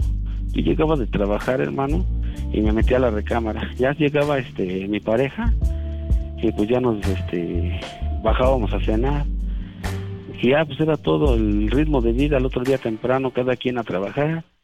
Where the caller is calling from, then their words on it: Mexico City, Mexico; Soy chilango.